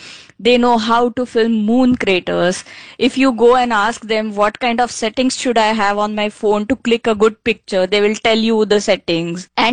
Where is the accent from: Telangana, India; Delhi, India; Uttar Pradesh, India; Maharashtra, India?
Maharashtra, India; Mumbai; being a city girl, I'm born and brought up in Mumbai.